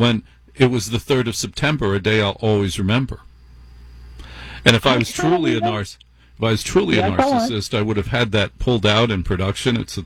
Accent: Newark, New Jersey, United States; born there; And I was born in Newark.

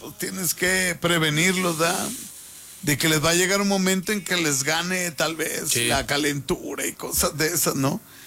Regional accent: northern Mexico, Mexico; yo soy norteño

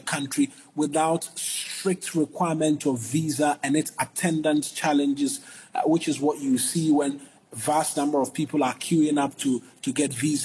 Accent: Ghana; As a Ghanaian, when last I visited Kenya, I didn't need a visa to enter into the country.

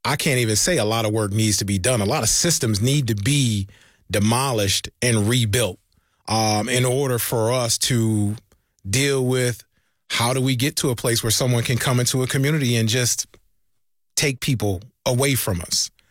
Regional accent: Buffalo, New York, United States; I'm born and raised in Buffalo, New York, on the east side of Buffalo. I tell the joke all the time, like, I must have moved 8 times and never left the east side of Buffalo.

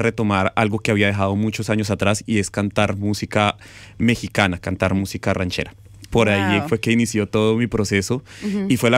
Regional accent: Colombia; Colombiano.

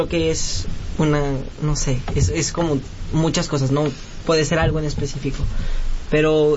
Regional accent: Mexico; las tres que hemos tenido aquí en México, porque como mexicano

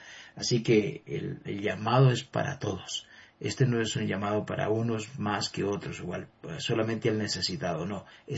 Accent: Colombia; Y nosotros creo que como colombianos debemos, más que concebir que se lleve una religión o un credo

